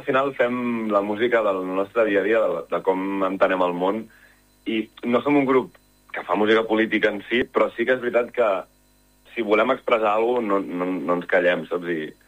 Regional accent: Sabadell, Catalonia, Spain; first language Catalan; som de Sabadell

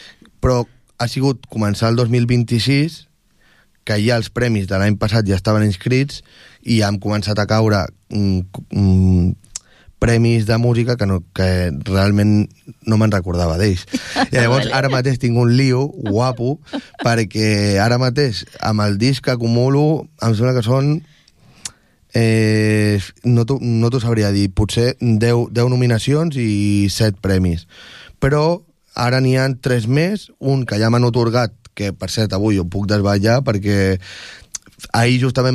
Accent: Tordera, Catalonia, Spain; also born or lived in Barcelona; A Barcelona, que és on soc de Tordera, però de Barcelona, i també els meus estudis els he fet a Barcelona

